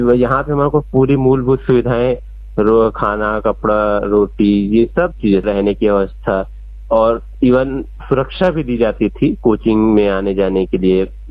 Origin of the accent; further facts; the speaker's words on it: Janjgir-Champa, Chhattisgarh, India; now in Delhi, India; मैं जिला जांजगीर चांपा छत्तीसगढ़ का निवासी हूँ।